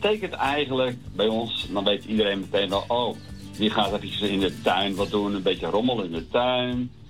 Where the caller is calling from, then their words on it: Voorhout, South Holland, Netherlands; ik kom uit Voorhout.